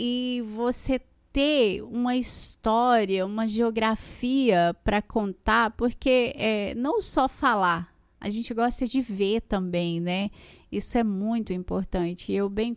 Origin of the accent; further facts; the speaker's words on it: Mato Grosso, Brazil; born there; also born or lived in Brasília; Eu não sou mato-grossense, eu sou brasiliense. Vim para essa terra através de papai, que é goiano, passou num concurso para cá e nós viemos embora para cá, né? Eu sou nascida em Brasília